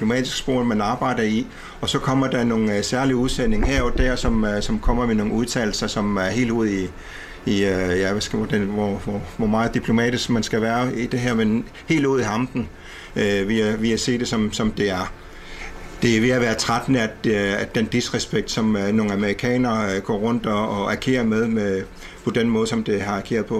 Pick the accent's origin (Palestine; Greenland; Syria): Greenland; Vi vil ikke være amerikanere, vi vil heller ikke være danskere, vi er grønlænder